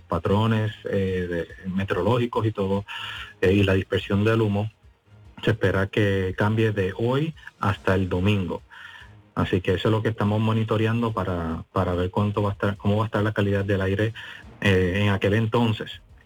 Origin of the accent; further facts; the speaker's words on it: Puerto Rico; soy puertorriqueño del nort